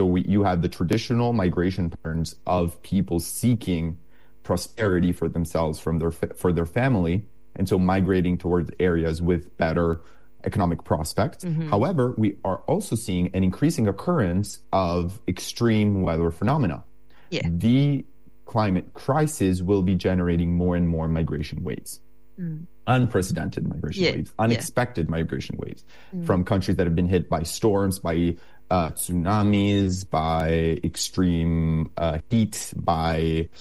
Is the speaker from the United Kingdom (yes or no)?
no; Italy; I am from Italy, a country that in the past century has seen massive emigration from Italy to Germany and to the United States.